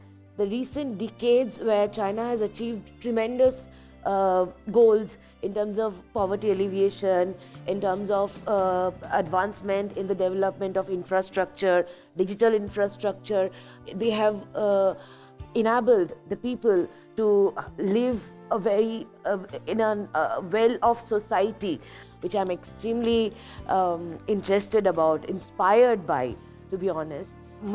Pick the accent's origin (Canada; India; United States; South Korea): India; English is a second language; I come from India, but our realities are very different, at least in current situation.